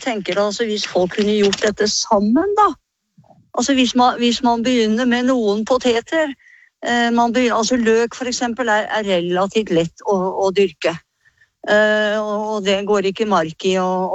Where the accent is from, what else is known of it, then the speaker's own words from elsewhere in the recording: Skien, Telemark, Norway; jeg har vokst opp midt i Skien